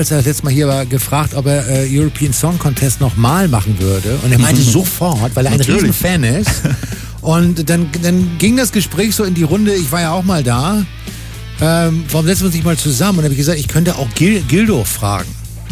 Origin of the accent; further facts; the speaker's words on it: Hamburg, Germany